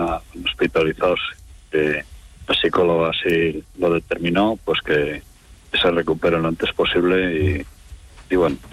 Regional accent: Venta de Baños, Castile and León, Spain; Yo, mira, soy nacido aquí en Venta de Baños, reconozco todo eso

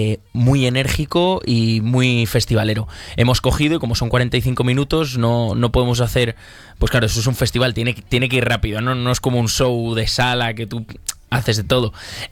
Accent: Burgos, Castile and León, Spain; mi pueblo está cerquita del Sonorama, se llama Quintana Mambirgo, es un pueblo muy pequeñito

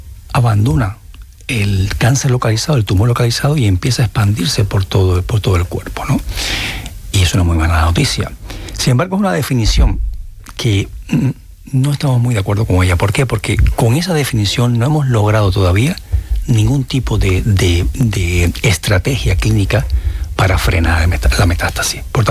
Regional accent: Cuba; accent: Cuban; now in Spain; O sea, yo soy cubano, como te puedes dar cuenta de por mi acento, aunque llevo 32 años en este país, y este es mi país, de hecho, ¿no?

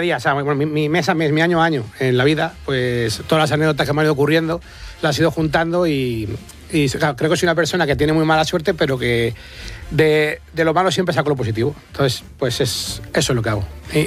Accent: Aranjuez, Community of Madrid, Spain; accent: Toledo; Pues en mi pueblo, yo soy de Aranjuez, pero es frontera con Toledo, o sea...

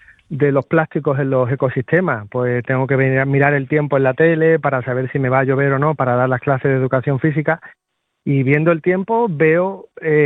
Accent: Seville, Andalusia, Spain; Hola, buenas tardes Isabel y Susana, que es paisana mía, que yo soy de Sevilla.

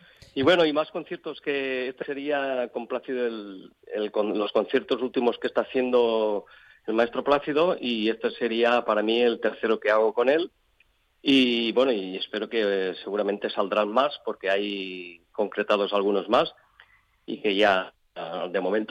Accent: Crevillente, Valencian Community, Spain; born or raised there

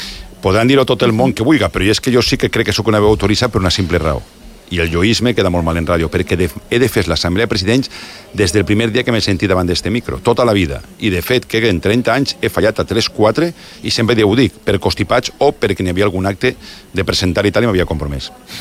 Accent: Benaguasil, Valencian Community, Spain; jo soy de Benaguasil

